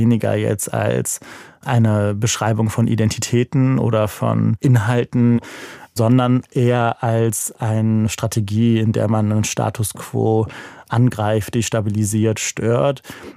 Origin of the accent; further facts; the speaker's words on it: Cologne, North Rhine-Westphalia, Germany; moved away as an adult; Ich habe mein ganzes Leben, bis ich 18 war, in Köln verbracht.